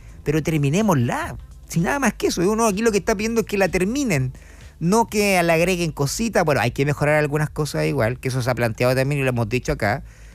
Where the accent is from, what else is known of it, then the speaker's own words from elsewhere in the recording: Chillán, Ñuble, Chile; nosotros también somos ciudadanos de Chillán